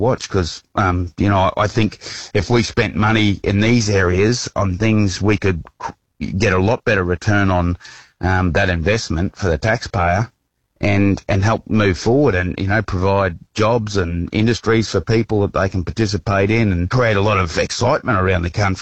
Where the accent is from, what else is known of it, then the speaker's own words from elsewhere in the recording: Queensland, Australia; Look, I love being a Queenslander.